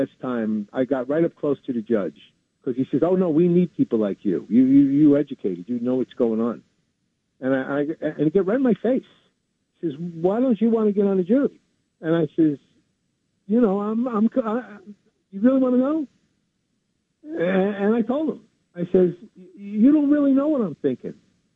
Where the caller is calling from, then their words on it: New York City, New York, United States; in Brooklyn again.